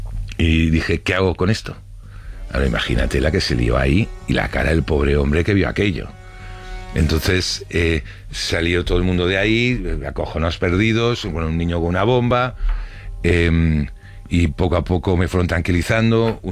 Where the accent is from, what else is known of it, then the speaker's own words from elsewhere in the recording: Barcelona, Catalonia, Spain; born there; Pero si yo he nacido en Barcelona, ¿por qué soy murciano?